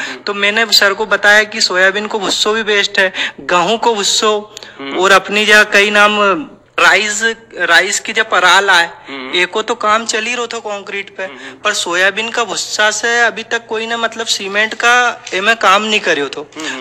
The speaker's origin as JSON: {"language": "Hindi", "town": "Harda", "region": "Madhya Pradesh", "country": "India", "said": "मैं वैसे हरदा से आता हूँ"}